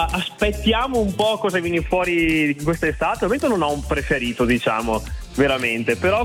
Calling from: Veneto, Italy; sono in provincia di Rovigo.

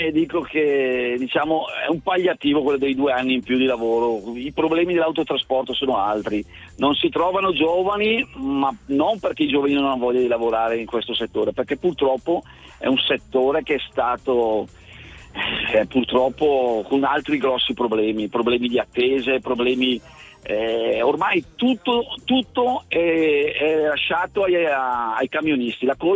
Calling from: Reggio Emilia, Emilia-Romagna, Italy; Chiamo da Reggio Emilia, adesso sono verso Rimini

